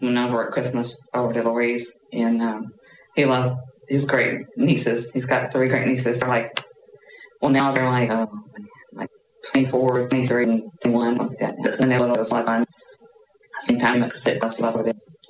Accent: St. Louis, Missouri, United States; born there; also born or lived in Belmont, Missouri / Memphis, Tennessee; lived in Memphis, Tennessee. And actually before that, anyway, when I was about 11, we moved to St. Louis.

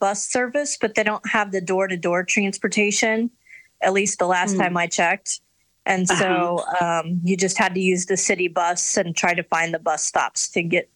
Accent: Odessa, Missouri, United States; also born or lived in St. Joseph, Missouri; now in Columbia, United States; Odessa, Missouri. I grew up in Odessa, Missouri.

